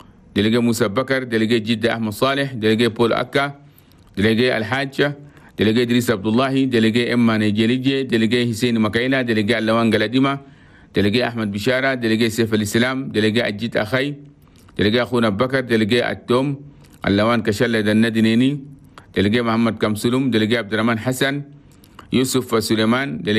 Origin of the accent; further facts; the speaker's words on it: Chad; أنا بلدنا تشاد بلدتو ما نقول لكم صباح الخير من الإذاعة الوطنية التشادي